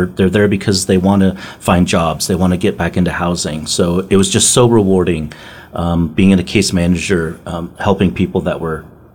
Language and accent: English; Santa Fe, New Mexico, United States; also born or lived in Arizona; I was born and raised in Santa Fe and left for a completely different career path.